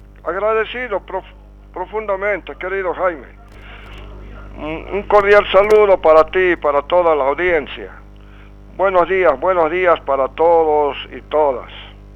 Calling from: Bolivia; Bolivia no estamos como bolivianos

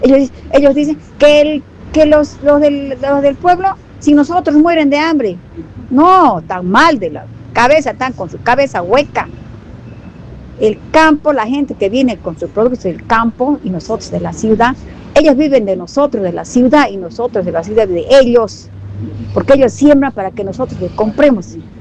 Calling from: Tolomosa, Tarija, Bolivia; yo vengo del campo, vengo de Tolomosa, tengo mi familia allá.

